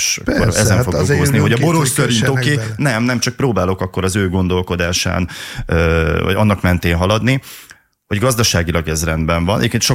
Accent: Hungary; mi erre születtünk magyarok

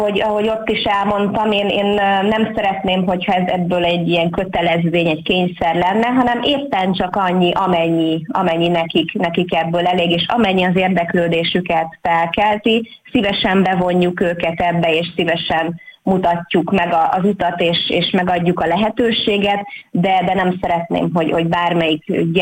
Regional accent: Pázmánd, Fejér, Hungary; Igen, én itt születtem Pázmándon, és ugye hagyományosan nem csak az én családomnak, a férjem családjának is, itt a pázmándi embereknek hagyományosan ez a háztáji szőlőművelés

